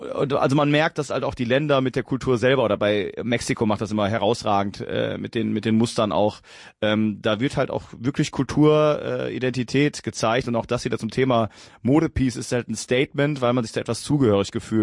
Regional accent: North Rhine-Westphalia, Germany; also ich komme aus der Nähe von Duisburg

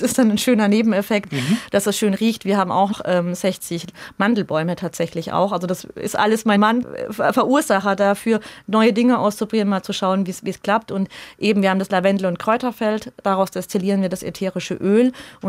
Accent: Bavaria, Germany; now in Stadelhofen, Germany; Ich bin ja auch in der Nähe aufgewachsen tatsächlich und habe es dann durch Heirat in die Kreisstadt geschafft, wenn man so sehen will.

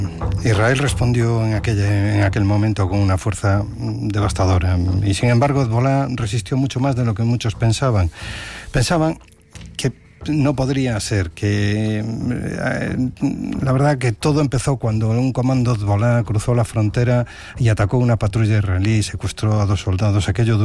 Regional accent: Galicia, Spain; que soy gallego, me recordaba mucho la época del Prestige en mi querida Galicia.

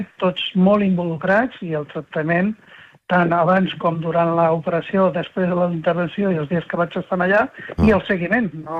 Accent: Granollers, Catalonia, Spain; La doctora i jo som de Granollers.

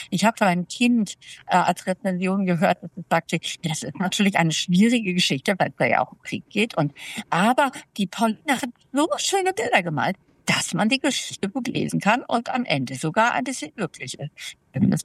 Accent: Germany; als Deutsche

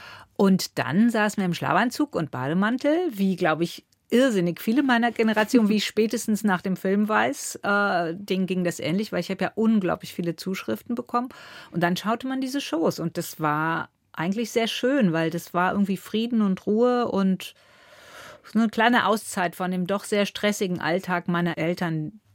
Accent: Cologne, North Rhine-Westphalia, Germany; Und die Drogerie war in Köln, Köln-Beckendorf. Wir sind schon in der Großstadt aufgewachsen, aber das sind ja immer diese wunderbaren Ambivalenzen, weil im Grunde genommen war es bei uns wie auf dem Dorf.

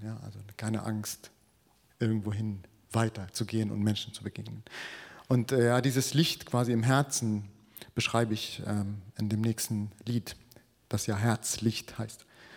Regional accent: Byblos, Mount Lebanon, Lebanon; moved away; ich bin im Libanon aufgewachsen und da war unser Radius, also unser Bewegungsradius, sehr, sehr klein. Es ist ein kleines Land

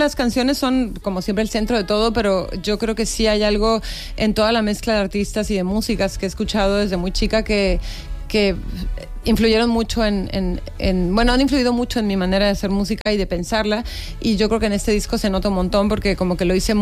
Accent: Tijuana, Baja California, Mexico; cuando llegué a la Ciudad de México de visita, pues me di cuenta que yo más bien quería vivir ahí, porque me di cuenta que ahí se completaba mi identidad y entendía muchas cosas de mí misma que desde Tijuana me estaba costando ver

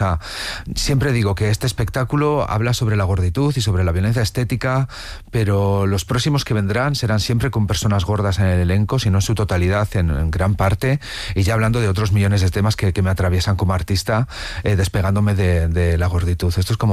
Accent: La Cistérniga, Castile and León, Spain; Desde pequeño, yo llegué a mi pueblo, en la Cisterniga, en Valladolid, y dije a mi madre

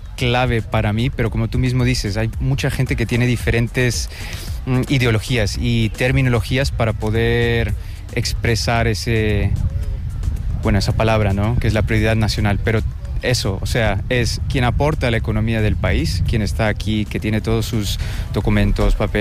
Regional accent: Germany; Bueno, de Alemania.

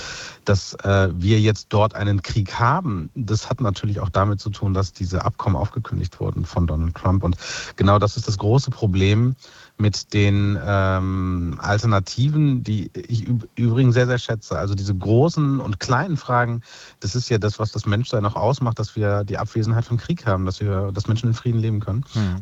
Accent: Germany; als Deutsche oder als Europäer

